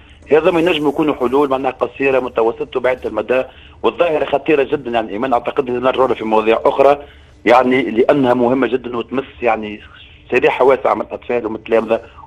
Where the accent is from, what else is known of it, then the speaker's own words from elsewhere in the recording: Tunisia; تعرف عدد البنات عدد مراكز التكوينية عندنا في تونس وقوتها